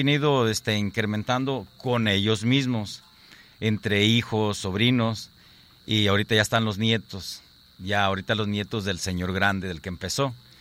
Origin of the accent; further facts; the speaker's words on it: Colima, Mexico; nosotros vinimos de allí de la Rosa de San José del Lumber. El CAC se llama Agaveros de San Antonio. Estamos ubicados en la zona alta de Manzanillo.